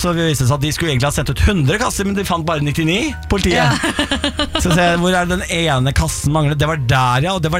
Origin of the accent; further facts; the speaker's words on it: Moss, Østfold, Norway; Jeg er fra Moss, vet du.